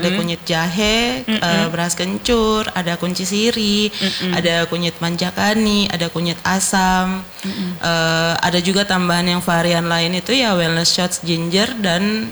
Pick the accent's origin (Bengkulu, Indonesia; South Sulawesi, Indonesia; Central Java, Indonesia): South Sulawesi, Indonesia; Aku orang Bugis.